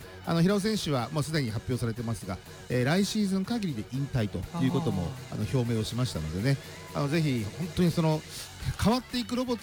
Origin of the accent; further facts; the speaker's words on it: Mito, Ibaraki, Japan; 我々地元水戸の人間からすると